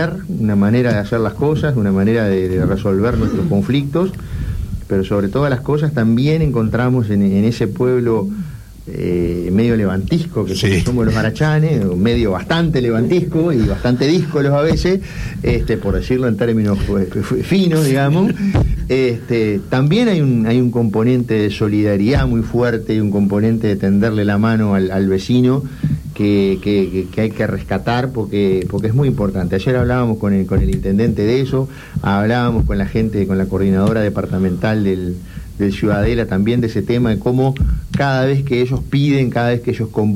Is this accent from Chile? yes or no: no; Cerro Largo, Uruguay; moved away; vamos a estar pronto de nuevo por Cerro Largo. Bien. Me queda la visita a mi pueblo natal.